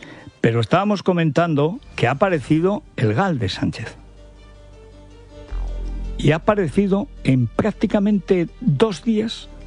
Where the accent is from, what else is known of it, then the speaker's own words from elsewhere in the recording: Orihuela del Tremedal, Aragon, Spain; Pues es precioso por toda la parte de Tramacastilla, Orihuela, mi pueblo y tal.